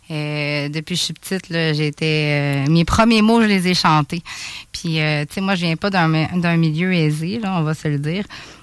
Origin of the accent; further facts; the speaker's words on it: Quebec City, Quebec, Canada; born there; also born or lived in Montreal; j'ai grandi à Loretteville, une bonne partie de ma jeunesse. Avant ça, j'étais à Montréal. Mais tout mon secondaire, une partie de mon primaire, ben, je l'ai faite à Québec.